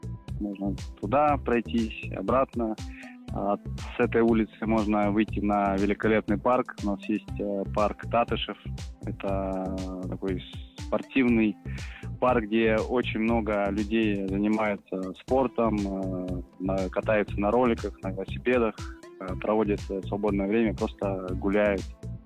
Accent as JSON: {"language": "Russian", "town": "Krasnoyarsk", "region": "Krasnoyarsk Krai", "country": "Russia", "tie": "born or raised there", "said": "10-кратный чемпион мира по хоккею с мячом. И сегодня я расскажу про свой родной город Красноярск."}